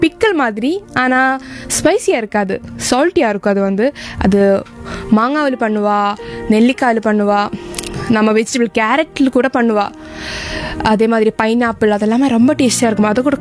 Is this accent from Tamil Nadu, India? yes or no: no; Kerala, India; என் சொந்த ஊர் வந்து கேரளா.